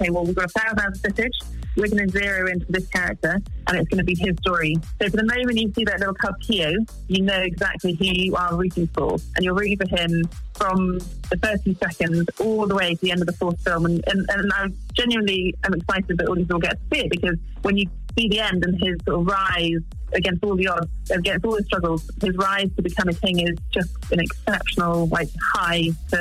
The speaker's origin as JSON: {"language": "English", "country": "Malawi", "tie": "born or raised there", "also_born_or_lived": "Ethiopia", "said": "I grew up in East Africa, in Malawi, and Ethiopia, and I spent a lot of time just watching nature."}